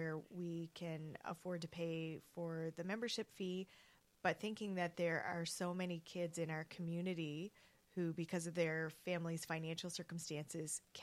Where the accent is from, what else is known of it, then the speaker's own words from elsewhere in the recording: Fredericton, New Brunswick, Canada; And I grew up in Fredericton